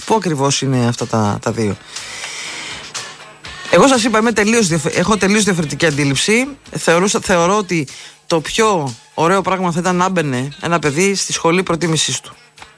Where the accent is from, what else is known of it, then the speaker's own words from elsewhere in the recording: Preveza, Epirus, Greece; Πετρετζίκης με την Πρέβεζα. Και ήμουνα εκείνη την ώρα, δεν ήθελα να ακούσω τίποτα. Ναι, γιατί έβλεπα την πατρίδα μου, εκεί που περπάτησα, εκεί που μεγάλωσα κτλ.